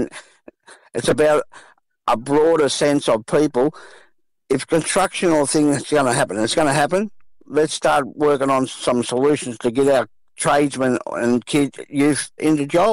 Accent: Sydney, New South Wales, Australia; We grew up in South Sydney, Redfern All Blacks.

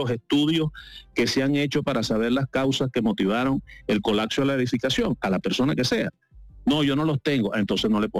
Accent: Venezuela

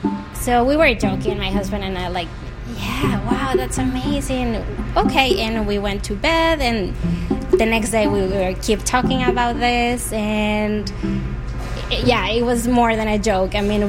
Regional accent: Mexico; moved away as an adult; now in Grand Rapids, United States; I'm from Mexico, and we're there. Edible insects are part of our culture, and so when we moved here around 4-5 years ago

